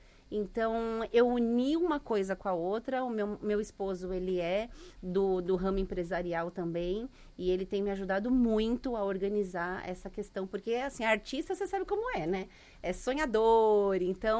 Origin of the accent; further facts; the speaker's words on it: Joinville, Santa Catarina, Brazil; E são 33 anos que eu estou aqui nessa cidade. E então faz parte da minha vida. Eu cresci em Joinville, eu cresci com Joinville.